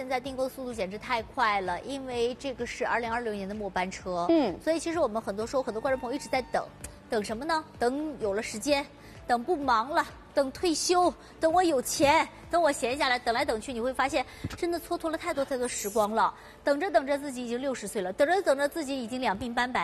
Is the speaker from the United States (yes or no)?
no; China; 作为一个中国人那种骄傲感